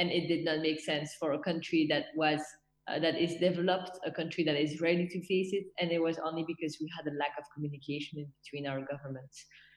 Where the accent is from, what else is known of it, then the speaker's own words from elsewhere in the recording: Belgium; also born or lived in Vietnam; I'm from Belgium. I've almost lived all my life here. I also lived 5 years in Vietnam